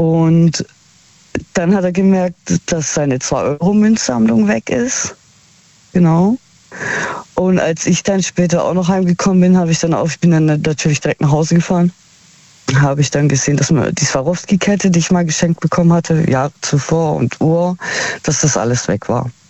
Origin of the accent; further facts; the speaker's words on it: Heilbronn, Baden-Württemberg, Germany; Aus Heilbronn.